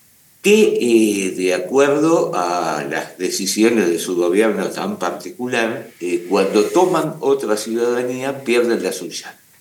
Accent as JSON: {"language": "Spanish", "country": "Paraguay", "tie": "born or raised there", "said": "Yo viajo con un pasaporte uruguayo que dice que soy ciudadano de Uruguay, pero natural de Paraguay."}